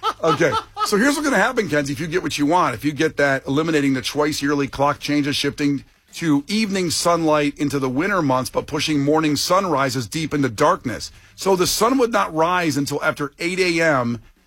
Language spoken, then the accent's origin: English; Ohio, United States; I grew up in Eastern time in Ohio